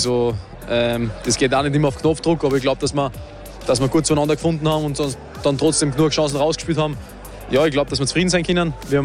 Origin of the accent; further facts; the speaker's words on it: Salzburg, Austria; mich freut es, dass wir die erste Runde an Salzburger gehabt haben, weil das schon meine Heimat ist und fühle mich da schon wohl.